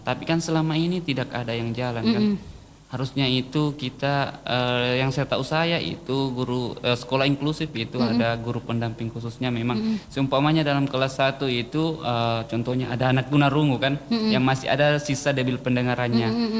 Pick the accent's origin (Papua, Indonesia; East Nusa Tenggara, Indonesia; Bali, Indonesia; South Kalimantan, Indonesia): Papua, Indonesia; Saya mulai dari 2017, saya kan dari Papua.